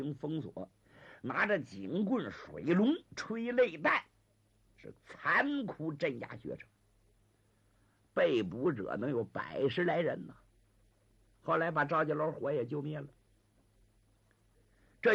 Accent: Liaoning, China; 我可没有贬低咱们辽宁人的意思，我本身也是辽宁人。

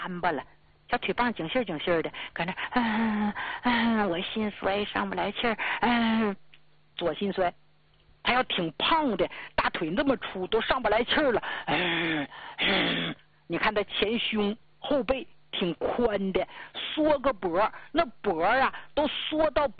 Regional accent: Northeast China, China; accent: Northeastern Mandarin; 咱们东北话叫哈捧子，趴在那儿死了。

